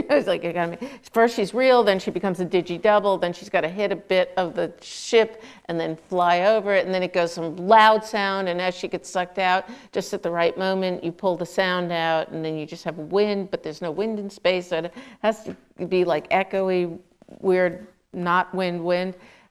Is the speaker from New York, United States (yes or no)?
yes; New York, United States; I grew up in Queens, New York.